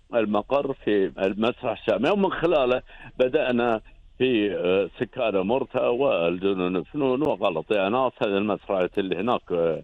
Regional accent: Kuwait; عندنا هنا مثلا في الكويت

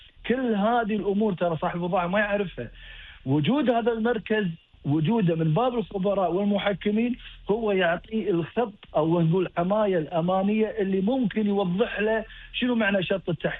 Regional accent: Kuwait; عندنا في الكويت.

